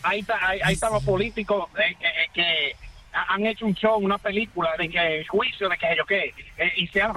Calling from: La Vega, Dominican Republic; en mi pueblo de La Vega

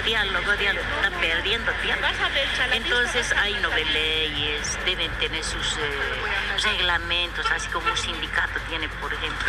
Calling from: Bolivia; mi papi ya era mestizo. Sus hijos llegamos a ser mestizos, pero somos bolivianos, ¿no es cierto?

